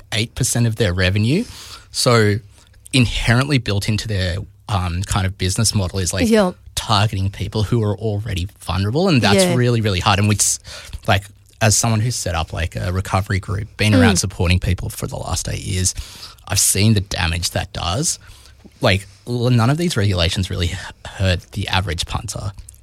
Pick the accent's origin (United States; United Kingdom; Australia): Australia; Sydney, New South Wales; Yeah, so I grew up in Sydney